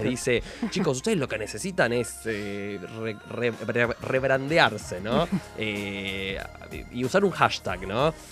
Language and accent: Spanish; Venezuela; now in Argentina; Yo soy venezolano, perdí el acento.